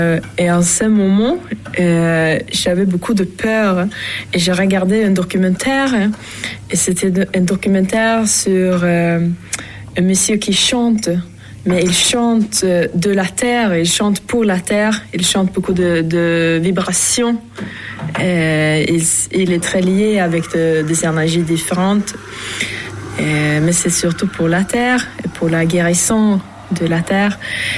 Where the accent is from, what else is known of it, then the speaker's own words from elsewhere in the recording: Sweden; French is a second language; moved away as an adult; Moi, je viens de la Suède. Je suis venue pour... je suis venue pour faire un stage en France, en Ardèche.